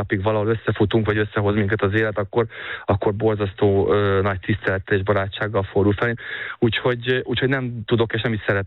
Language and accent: Hungarian; Hungary; moved away; egy kis magyar gyerekként azért a magyar bajnokságból elindulva